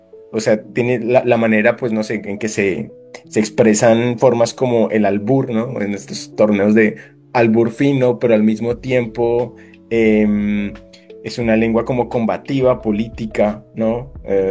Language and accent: Spanish; Bogotá, Colombia; first language Spanish; moved away; Que es muy bogotano, que como que decimos algo y cómo, tal cosa y cómo, pero exageramos muchísimo, muy rolo de donde soy yo.